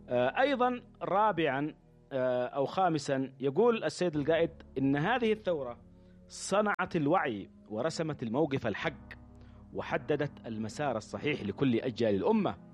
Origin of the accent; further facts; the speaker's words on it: Yemen; نحن نرى في أنفسنا كيمنيين، اليمنيون الأحرار يرون في أنفسهم أنهم يمضون في ذات الطريق